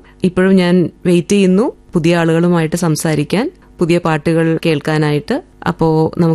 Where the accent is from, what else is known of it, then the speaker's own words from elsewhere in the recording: Thiruvananthapuram, Kerala, India; moved away as an adult; now in Germany; എന്റെ സ്ഥലം ട്രിവാൻഡ്രത്താണ്. ഫാമിലിയൊക്കെ പുറത്താണ്, ജർമ്മനിയിലാണ്. ഞാനിപ്പോ വെക്കേഷന് വേണ്ടിയിട്ട് നാട്ടില് വന്നിരിക്കുകയാണ്.